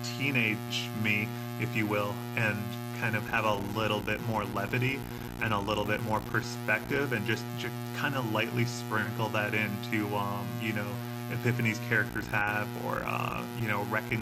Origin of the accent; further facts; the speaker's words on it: Red Lake, Minnesota, United States; now in Denver, United States; Like, I live in Denver, but I'm from the Red Lake Indian Reservation in northern Minnesota. And over the past, like, 15 or 20 years of living away from my family and away from my community, you get homesick